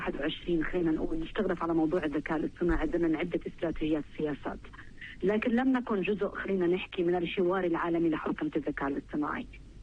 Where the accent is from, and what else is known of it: Palestine